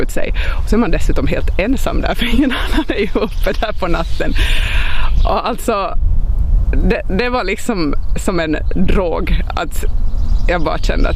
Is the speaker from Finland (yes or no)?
yes; Esse, Ostrobothnia, Finland; moved away as an adult; also born or lived in Turku / Kristinestad / Vaasa; när jag växte upp i Esse och liksom blev vuxen och skulle iväg